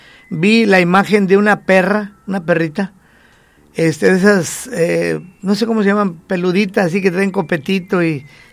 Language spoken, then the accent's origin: Spanish; Poza Rica, Veracruz, Mexico; Yo amo mi colonia Chapultepec, con aquel lodo, aquellas zanjas, aquellas lagunas, aquel chapopote, no había banquetas, no había luz, pero yo amo mi colonia como si fuera parte, no, es parte de mi vida